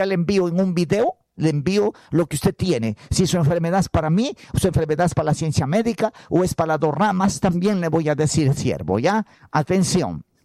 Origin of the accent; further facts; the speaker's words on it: Huancabamba, Piura, Peru; now in Tarapoto, Peru; Desde mi tierra, Huancabamba, siervo, con mis buenas chontas. Mis buenos membríos, mis buenos remedios, mi lagunita negra, denme sus poderes para yo ayudar a mi gente acá en Tarapoto